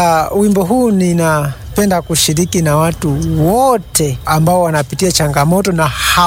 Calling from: Mbeya, Tanzania; natokea Mbeya.

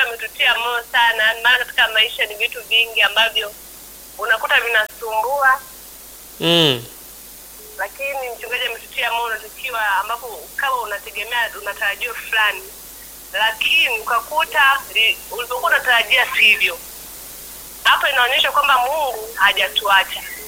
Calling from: Kahama, Shinyanga, Tanzania; natoka kutoka hapa Kama.

